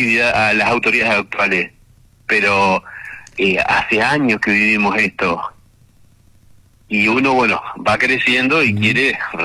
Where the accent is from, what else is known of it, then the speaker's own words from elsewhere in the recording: Neuquén, Argentina; porque estamos en Neuquén, nosotros somos neuquinos